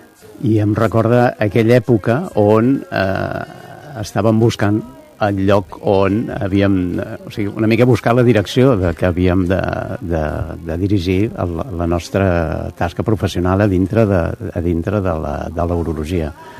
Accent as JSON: {"language": "Catalan", "town": "Terrassa", "region": "Catalonia", "country": "Spain", "tie": "born or raised there", "moved": "as an adult", "lives_now": "Castelldefels, Spain", "said": "No, jo vaig néixer a Terrassa i des de fa molts anys visc a Castelldefels."}